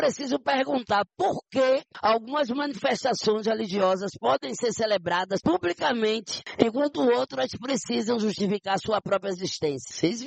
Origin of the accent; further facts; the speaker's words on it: Recife, Pernambuco, Brazil; desse povo que somos nós aqui de Recife e desta cidade